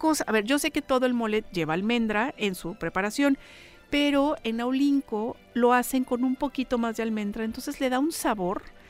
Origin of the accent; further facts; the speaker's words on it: Veracruz, Mexico; somos veracruzanos, veracruzanas